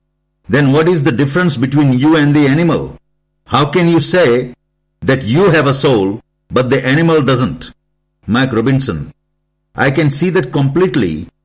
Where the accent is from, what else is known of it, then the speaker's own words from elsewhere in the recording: India; English is a second language; you are thinking you are an Englishman and I am an Indian.